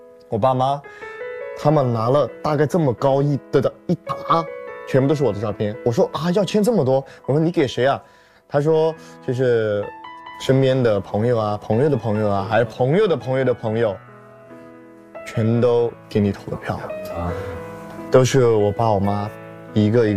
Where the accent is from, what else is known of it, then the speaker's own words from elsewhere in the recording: Guangxi, China; moved away; 我当然到台北的时候，我觉得跟我老家很像，因为我广西的嘛。